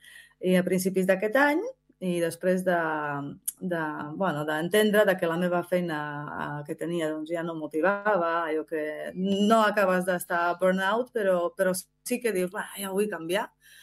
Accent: Slovakia; Catalan is a second language; also born or lived in Czechoslovakia; now in Sant Feliu, Spain; Jo soc d'origen eslovaca. Vaig néixer a l'antiga Txecoslovàquia, que formava part dels països socialistes.

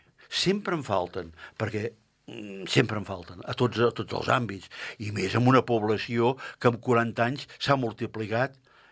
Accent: Catalonia, Spain; jo soc de Can Fidué, tu. Llavors vaig anar a viure al carrer Tomàs Borrell. Ara foto una casa allà davant, tu, allà a Can Prat

